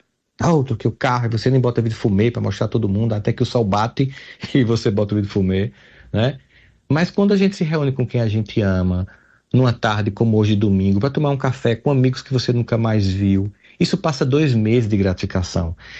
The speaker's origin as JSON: {"language": "Portuguese", "town": "Campina Grande", "region": "Paraíba", "country": "Brazil"}